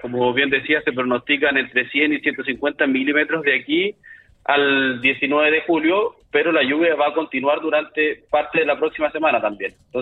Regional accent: Chile

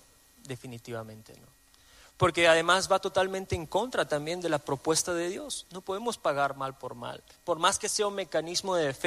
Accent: Bulgaria; moved away; como buen búlgaro europeo del este

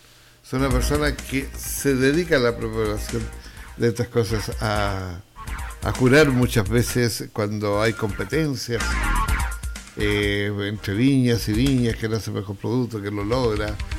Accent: Chile; los chilenos que no nos podemos tomar las cosas en serio, ¿no?

